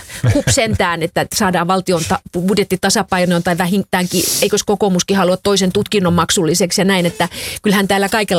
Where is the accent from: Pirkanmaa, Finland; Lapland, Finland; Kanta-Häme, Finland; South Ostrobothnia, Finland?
Lapland, Finland; Kemi; born there; Kemin Lyseon lukio, 6L, kunnon tyttö.